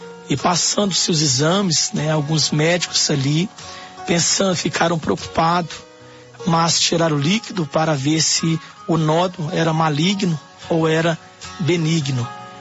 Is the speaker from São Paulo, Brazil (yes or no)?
no; Belo Horizonte, Minas Gerais, Brazil; Eu sou da cidade de Belo Horizonte, pertenço à Igreja Pentecostal Deus e Amor.